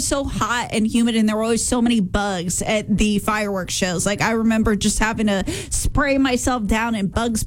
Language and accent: English; Houston, Texas, United States; growing up in Houston